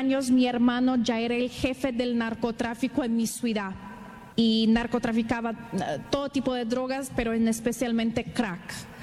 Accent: São Paulo, Brazil; born there; Spanish is a second language; moved away; desarrollé mi español con Duolingo, así que paciencia, por favor. Soy de Brasil y nací en una ciudadcita chiquita en el interior de São Paulo.

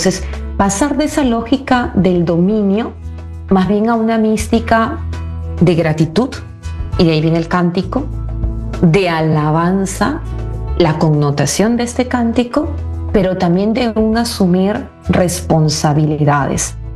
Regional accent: Peru; yo soy peruana.

